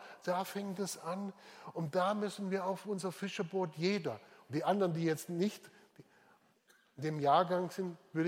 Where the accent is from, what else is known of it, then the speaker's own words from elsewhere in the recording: Swabia, Germany; Ich bin ja ein Schwabe.